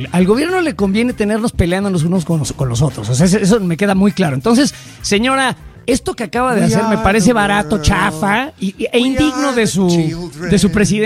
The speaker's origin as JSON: {"language": "Spanish", "region": "Mexico City", "country": "Mexico", "said": "yo soy del Barrio Bravo de San Ángel"}